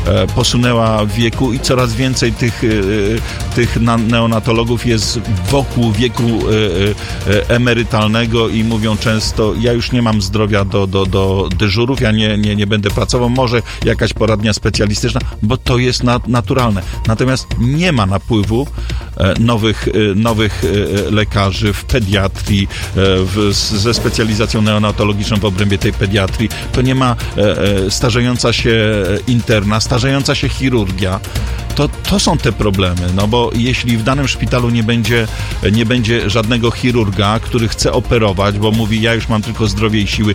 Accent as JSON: {"language": "Polish", "town": "Gorzów Wielkopolski", "region": "Lubusz Voivodeship", "country": "Poland", "said": "ja jestem Gorzowianinem"}